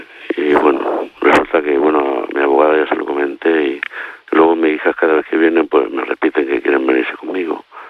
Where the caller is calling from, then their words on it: Lloret de Mar, Catalonia, Spain; Yo soy de Lloret de Mar